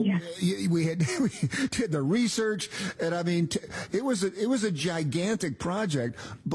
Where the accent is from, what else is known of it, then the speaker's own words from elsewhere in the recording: Knoxville, Tennessee, United States; So I grew up in Knoxville, Tennessee, the home of the Smoky Mountains and black bears everywhere.